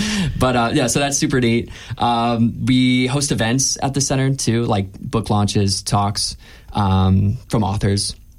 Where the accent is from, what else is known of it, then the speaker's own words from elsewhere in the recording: Illinois, United States; now in Louisiana, United States; I'm from Illinois, actually